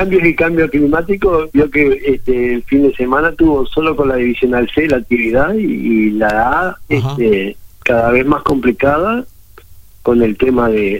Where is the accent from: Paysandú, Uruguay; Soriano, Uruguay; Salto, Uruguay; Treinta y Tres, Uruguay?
Salto, Uruguay; yo me crié ahí en el Zarzal